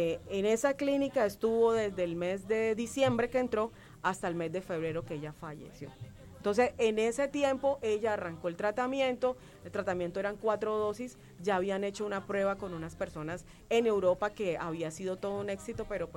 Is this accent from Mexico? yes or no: no; Barrancabermeja, Santander, Colombia; born there; moved away; also born or lived in Cartagena; yo estoy en Barranca Bermeja, en donde nací. Yo estuve muchos años radicada en Cartagena.